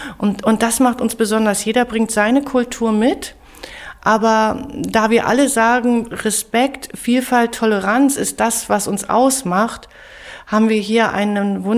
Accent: Germany; also born or lived in Johannesburg, South Africa; ich habe jahrelang in Südafrika gelebt, an der Deutschen Internationalen Schule Johannesburg. So, ich kenne das, wie man ist als Deutscher im Ausland.

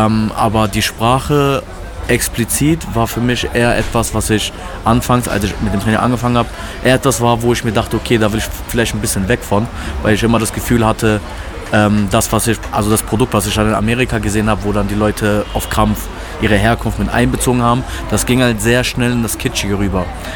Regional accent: Berlin, Germany; first language Turkish; German is a second language; ich bin auf jeden Fall türkischstämmig. Ich bin türkisch aufgewachsen, aber gleichzeitig bin ich hier geboren und aufgewachsen.

